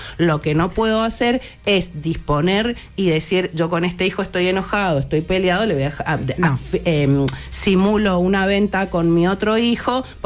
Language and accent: Spanish; Argentina